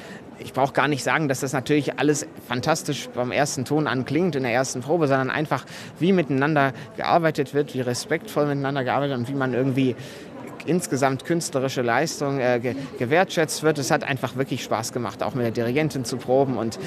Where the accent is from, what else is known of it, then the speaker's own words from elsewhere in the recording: Leipzig, Saxony, Germany; Ich bin ja eigentlich aus Leipzig.